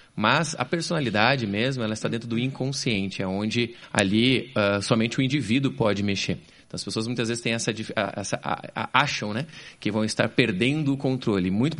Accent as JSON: {"language": "Portuguese", "town": "Curitiba", "region": "Paraná", "country": "Brazil", "tie": "born there", "said": "Sou curitibano. Curitibano."}